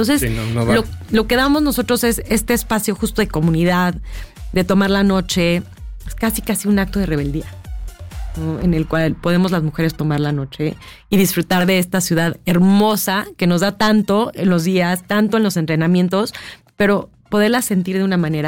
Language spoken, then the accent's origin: Spanish; Mexico City, Mexico; pensándolo como chilanga